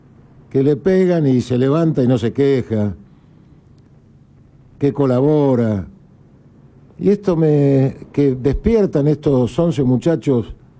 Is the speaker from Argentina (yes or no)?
yes; Argentina